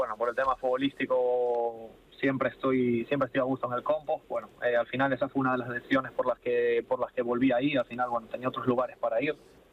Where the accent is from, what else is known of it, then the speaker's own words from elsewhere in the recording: Vigo, Galicia, Spain; Yo que soy de Vigo